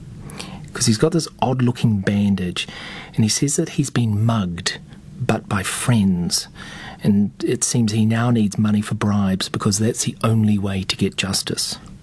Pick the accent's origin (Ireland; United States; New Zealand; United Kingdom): New Zealand; now in Australia; As a Kiwi who lives in Australia and who can tear up when he hears … on the radio, I find this fascinating.